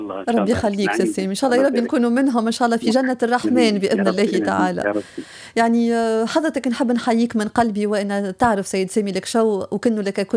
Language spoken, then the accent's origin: Arabic; Tunisia; بصفتي تونسية